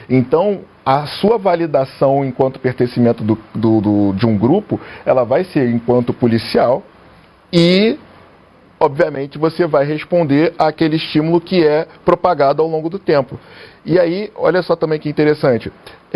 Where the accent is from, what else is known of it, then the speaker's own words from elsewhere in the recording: Rio de Janeiro, Brazil; Eu sou carioca, então carioca fala palavrão.